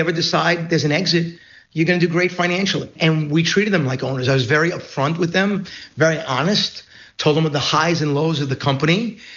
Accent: Queens, New York, United States; It's why I always say … from Queens, right?

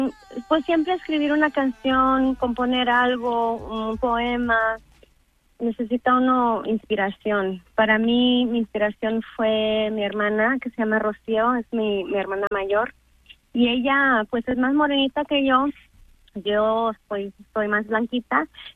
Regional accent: Mexico; now in California, United States; como mexicanos, latinos, pues tenemos la piel canela

